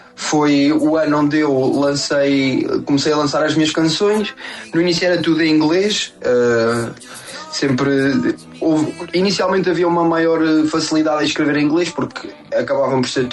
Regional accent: Aveiro, Centro, Portugal; eu tenho 24 anos, eu sou de Aveiro

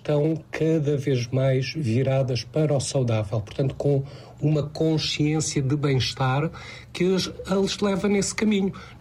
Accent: Alentejo, Portugal; Eu, por exemplo, sou alentejano

